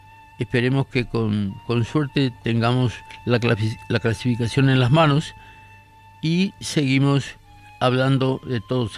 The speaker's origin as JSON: {"language": "Spanish", "country": "Paraguay"}